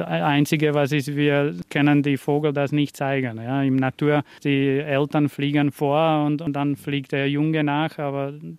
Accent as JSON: {"language": "German", "country": "Slovakia", "moved": "yes", "lives_now": "Austria", "said": "Genau, ich habe mit 14 Jahren angefangen mit den Greifvogelarbeiten. Bei uns in der Slowakei, das ist wahrscheinlich d"}